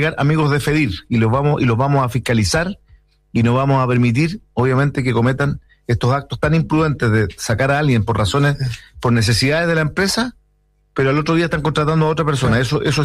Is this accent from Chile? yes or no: yes; Puerto Montt, Los Lagos, Chile; estudié la, me crié en la escuela, en la Villa Marina, en Puerto Montt, estudié en la escuela 2, después estudié en el San Javier.